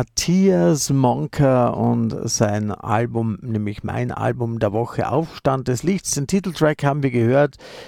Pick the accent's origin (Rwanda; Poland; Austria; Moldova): Austria; So, jetzt ist aber wieder Zeit für Musik aus meiner Heimat, Musik aus Österreich.